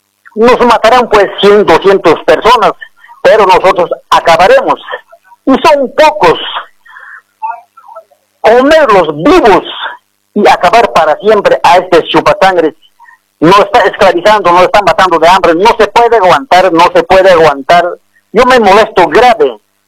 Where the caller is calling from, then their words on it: Arani Province, Cochabamba, Bolivia; estoy llamando del departamento de Cochabamba, provincia de Arani